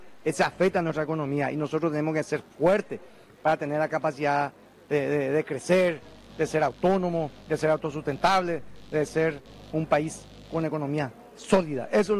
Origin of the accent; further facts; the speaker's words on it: Paraguay; tenemos que consumir a precio justo para nosotros los paraguayos